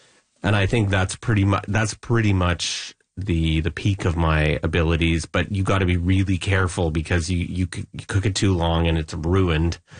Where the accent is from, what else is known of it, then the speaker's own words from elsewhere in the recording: Saskatchewan, Canada; moved away; because I'm originally from Saskatchewan